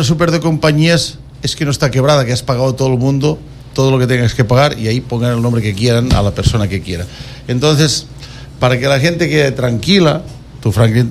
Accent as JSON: {"language": "Spanish", "town": "Quevedo", "region": "Los Ríos", "country": "Ecuador", "tie": "born or raised there", "second_language": "Spanish", "said": "A ver, claro, son 18 años y lo que pasa es que hay muchas veces que yo pienso que el castellano no es mi primer idioma."}